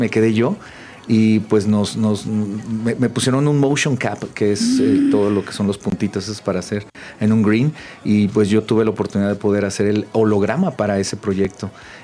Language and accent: Spanish; Mexico City, Mexico; De aquí, de la Ciudad de México.